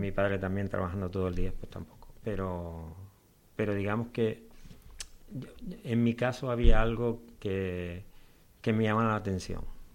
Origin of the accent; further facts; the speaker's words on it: Telde, Canary Islands, Spain; somos de Telde, mi abuelo materno, mis abuelos maternos vivían en San Antonio